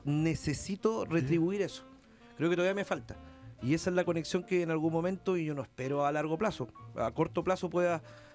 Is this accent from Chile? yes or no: yes; Viña del Mar, Valparaíso, Chile; yo crecí en Santa Inés, crecí en Santa Julia. estoy en Gómez Carreño, donde gran parte son evertonianos y no tengo ni un problema. Compartí con mucha gente de los del Cerro cuando vivía en Santa Inés